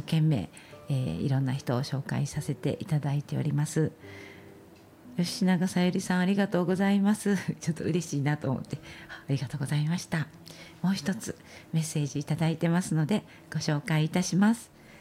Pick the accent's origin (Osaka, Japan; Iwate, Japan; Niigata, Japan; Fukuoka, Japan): Osaka, Japan; moved away as an adult; now in Shigaraki, Japan; ちなみに私の出身は大阪なんですけども、信楽に来て28年経ちます。